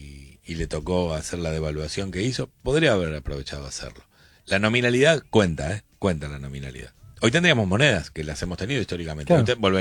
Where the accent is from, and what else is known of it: Argentina